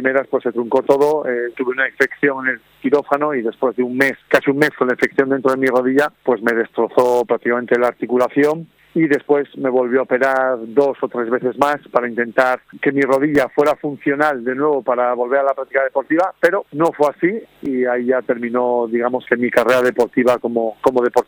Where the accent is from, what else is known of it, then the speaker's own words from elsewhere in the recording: Los Corrales de Buelna, Cantabria, Spain; also born or lived in Torrelavega; Sí, eso es. Nací en Torrelavega y rápidamente me fui a los Corrales de Buelna, cuna del balonmano también.